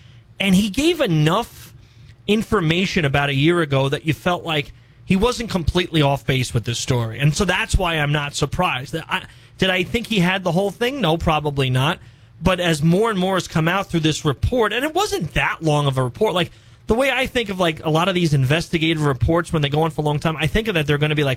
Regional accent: New York City, New York, United States; moved away; I grew up in Ozone Park, Queens, New York

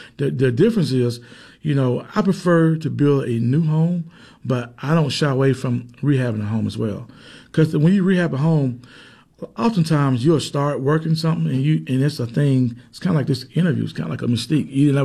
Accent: Anson, Alabama, United States; And we got people right here that was born and raised, like myself, born and raised in Anson, Alabama, who can do the job.

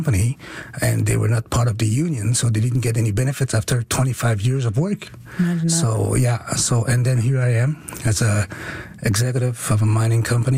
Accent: Newfoundland and Labrador, Canada; born there; I was born off the land in Labrador, and I'm very proud of it, and I still call myself a Labradorian, a proud Labradorian.

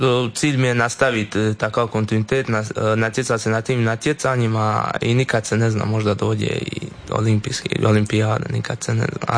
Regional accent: Croatia; moved away as an adult; Da, svakako mi se plan vratiti na otok nakon studija i veslačke karijere.

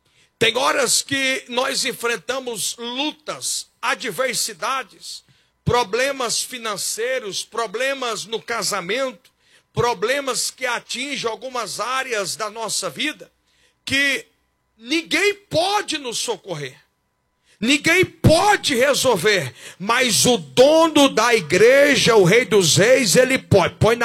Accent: Goiás, Brazil; Tem um ditado popular lá pro Goiás, eu sou goiano, não sei para cá

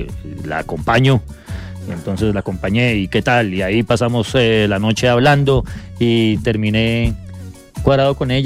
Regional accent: Bogotá, Colombia; Es de Venecia, Italia, yo soy del rincón de Venecia.

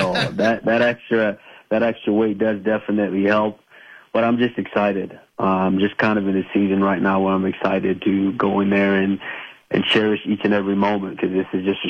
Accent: Arlington, Texas, United States; right across from the Red River, so I grew up in Arlington, Texas.

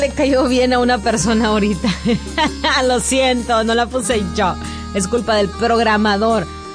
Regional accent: El Salvador; soy tu salvadoreña favorita

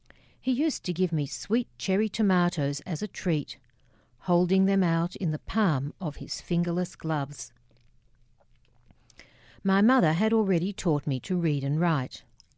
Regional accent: Liverpool, North West England, United Kingdom; When, in 1960, my father moved again for work, it was to another great maritime city, and so I was born in Liverpool. We lived in Great Crosby.

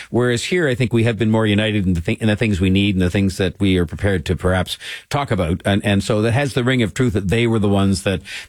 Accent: Canada; I'm a Canadian and you are, and we're maybe sort of biased in terms of what we read and how much we read.

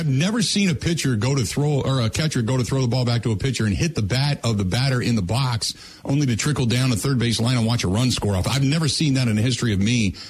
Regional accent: Cincinnati, Ohio, United States; You know, Bob, I go back to when I was a kid. I grew up in Cincinnati and watched the Big Red Machine in 75 and 76

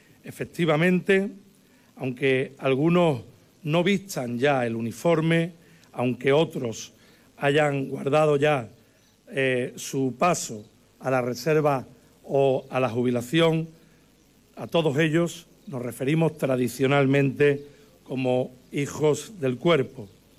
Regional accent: Ayamonte, Andalusia, Spain; los ayamontinos

